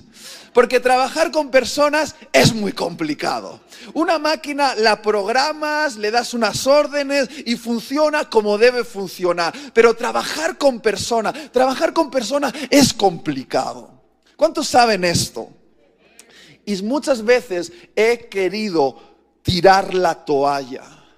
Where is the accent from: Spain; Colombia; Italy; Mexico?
Spain